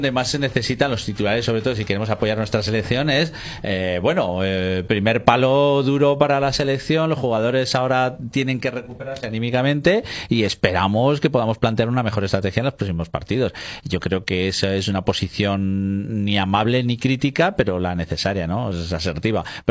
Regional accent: Spain; por una vez los españoles

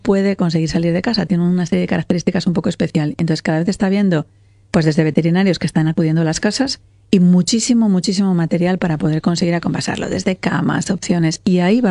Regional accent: Valladolid, Castile and León, Spain; por eso yo quiero traerlo a Valladolid. A mí me gusta mucho mi tierra, me gusta mucho poder estar aquí, la gente que somos de aquí

